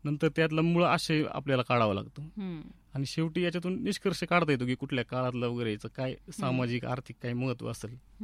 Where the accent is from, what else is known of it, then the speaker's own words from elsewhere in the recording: Kamargaon, Maharashtra, India; also born or lived in Ahmednagar; माझं बालपण माझं जन्मगाव कामरगावमध्येच गेलेलं आहे। तिथंच मी म्हणजे शिक्षण वगैरे तिथंच झाले, आणि पुढं महाविद्यालयीन शिक्षण जे आहे ते नगर इथे झालेलं आहे